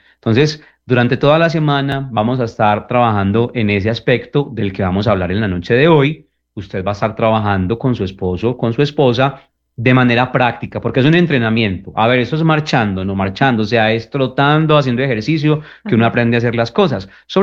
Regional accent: Colombia

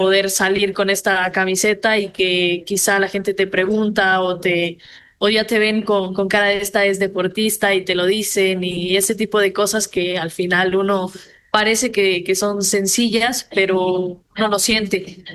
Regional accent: Cuenca, Azuay, Ecuador; hablar un poco con gente de mi ciudad natal.

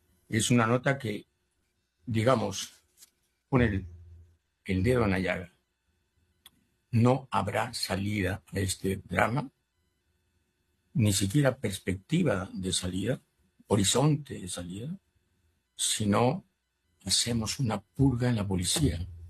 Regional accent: Lima, Peru

